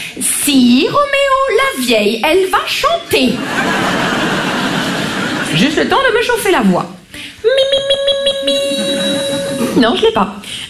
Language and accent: French; Grand Est, France; Vous savez, moi je viens des Vosges.